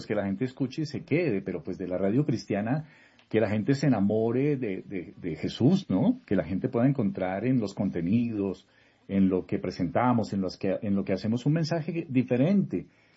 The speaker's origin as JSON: {"language": "Spanish", "country": "Colombia", "said": "Siempre nos criamos escuchando radio, siempre en Colombia la radio fue muy presente"}